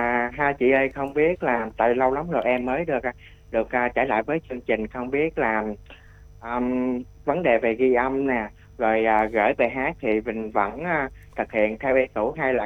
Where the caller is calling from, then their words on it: An Giang, Vietnam; đang gọi đến từ An Giang mới ạ.